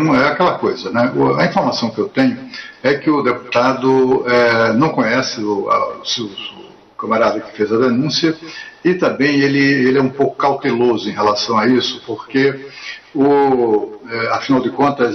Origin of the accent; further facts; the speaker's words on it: Alagoas, Brazil; Eu sou de Alagoas, como deputado, e no estado todos conhecem essa história, né?